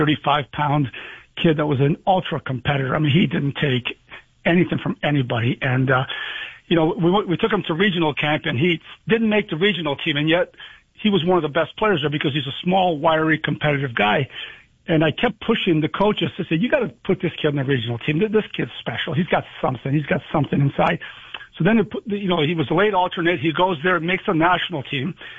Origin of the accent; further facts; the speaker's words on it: Windsor, Ontario, Canada; You know, I grew up in Windsor, and, you know, back in the, you know, 70s, we had a team called Windsor Stars.